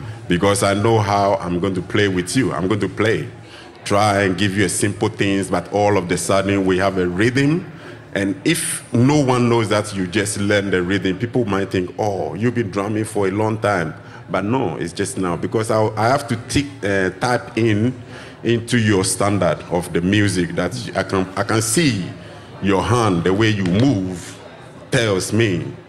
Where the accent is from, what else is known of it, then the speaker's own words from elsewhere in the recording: Nungua, Greater Accra, Ghana; now in Australia; I come from Nungwa. So the capital, I come from Ghana, West Africa. The capital of Ghana is Accra. And I come from a little village down there called Nungwa.